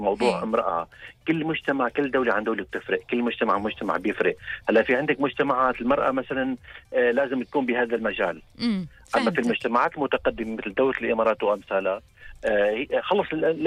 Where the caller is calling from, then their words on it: Syria; أنا نحن مثلا أنا من سوريا مثلا، أنا من سوريا